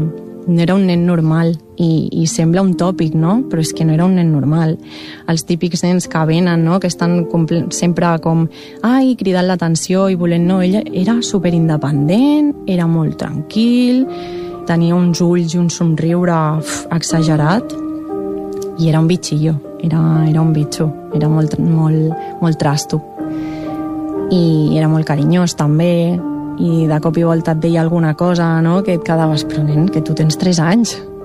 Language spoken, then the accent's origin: Catalan; Catalonia, Spain; perquè tots som del Vallès